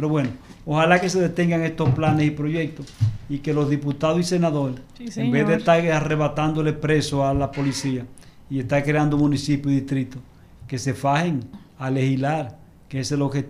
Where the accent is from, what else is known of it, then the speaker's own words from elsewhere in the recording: Moca, Espaillat, Dominican Republic; born there; la comunidad donde yo nací, que es la Entrada de la Reina, se convirtió en distrito.